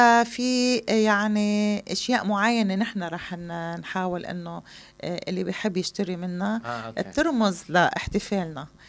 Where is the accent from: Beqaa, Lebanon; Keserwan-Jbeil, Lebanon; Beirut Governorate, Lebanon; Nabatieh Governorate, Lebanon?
Nabatieh Governorate, Lebanon; Kfar Kila; هني من ضيعتي من كفر كلا